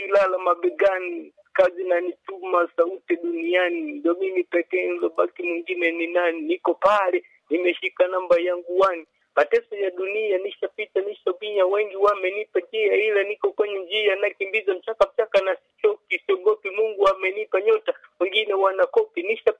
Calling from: Bunda, Mara, Tanzania; ninatokea Bunda Mara Tanzania.

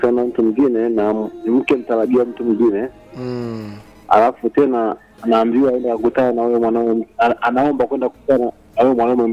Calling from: Mgongo, Tanzania; kutoka Mgongo.

